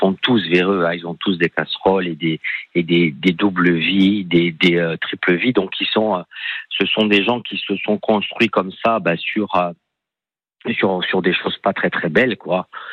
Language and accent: French; Bastia, Corsica, France; l'inspecteur général arrive chez nous à Bastia